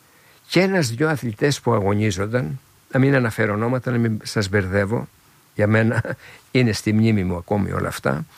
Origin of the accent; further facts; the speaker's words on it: Agrinio, West Greece, Greece; born there; now in Athens, Greece; Το πιο σημαντικό όμως, με συγχωρείς, το πιο σημαντικό όμως ήταν ότι φύγαμε νωρίς από το Αγρίνιο και ήρθαμε στην Αθήνα. Φύγαμε το 1906.